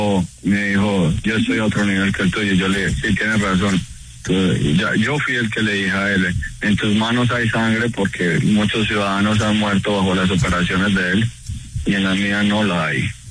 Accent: El Carmen de Viboral, Antioquia, Colombia; moved away as an adult; now in United States; Pero yo soy del Carmen de Oral, Antioquia. soy teniente oficial retirado de la Armada de Colombia, con mucho orgullo y con mucho amor.

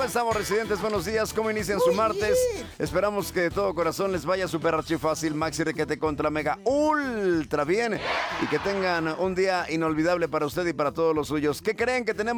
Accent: Guadalajara, Jalisco, Mexico; Yo soy de Guadalajara, entonces dije, si es una taquería a la que yo acudí

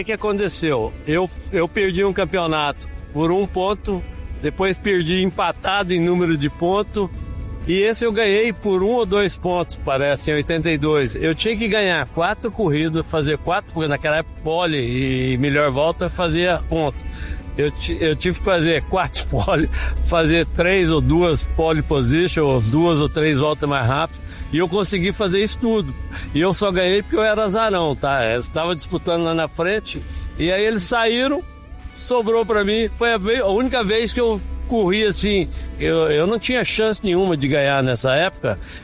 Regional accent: Brazil; Mas eu sou o único campeão brasileiro que não sou paulista.

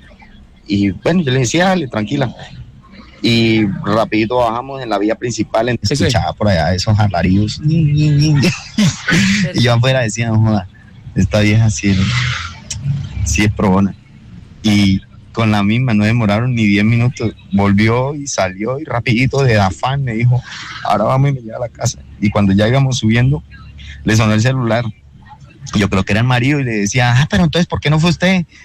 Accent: Bucaramanga, Santander, Colombia; Bucaramanga.

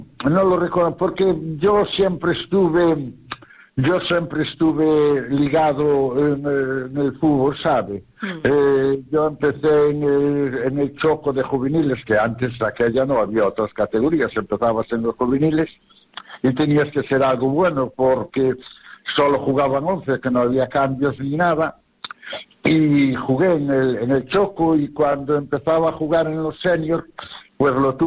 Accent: Redondela, Galicia, Spain; Y yo también, como soy un amante de mi pueblo, y sí. sabes que Redondela, hay muchas actividades lúdicas y de cultura y de todo eso.

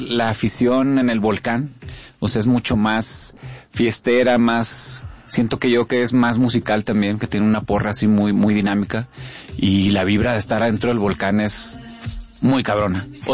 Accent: Monterrey, Nuevo León, Mexico; born or raised there

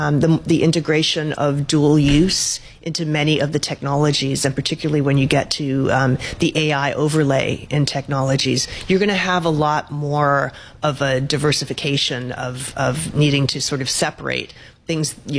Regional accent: New England, United States; I come from New England. Anyone who lives sort of on the border with Canada knows how tightly interrelated not only the economies are

